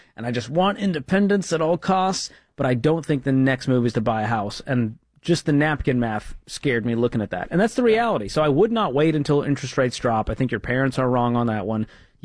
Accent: Boston, Massachusetts, United States; moved away as an adult; Yeah. I grew up in Boston, and at 20, I moved, not because of the cost of living

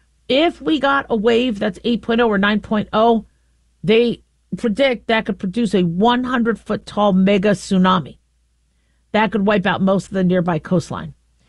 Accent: California, United States; I'm from California.

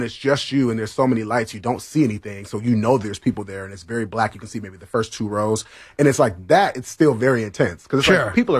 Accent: New Haven, Connecticut, United States; Well, New Haven, Connecticut.

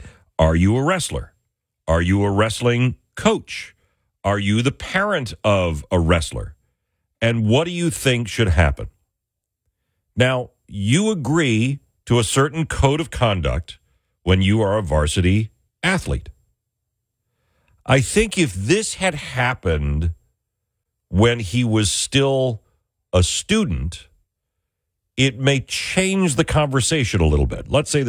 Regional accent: New York, United States; I grew up outside of Buffalo in a very rural town in western New York

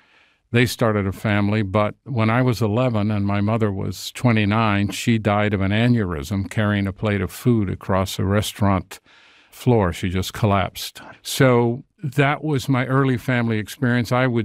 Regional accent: Mexican border, United States; We had to take Spanish class because I grew up on the Mexican border, and 83% of the students in my school were Spanish speaking. And I was in the minority of English speaking.

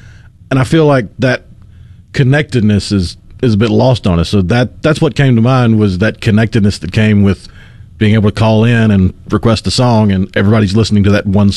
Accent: Tupelo, Mississippi, United States; born there

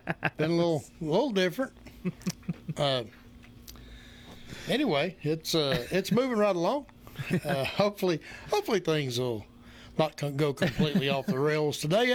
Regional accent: Bristol, Tennessee, United States; when I was a kid, I grew up near Tennessee High School in Bristol, okay? Well, down on Boone Lake, where Beaver Creek empties into Boone Lake, right in that area

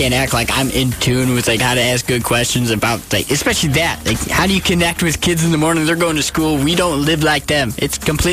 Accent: Massillon, Ohio, United States; born there; moved away

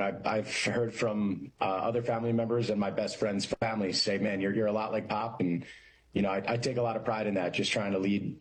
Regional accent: Malvern, Pennsylvania, United States; I am the youngest of two. We grew up in Malvern in Berwyn, Pennsylvania.

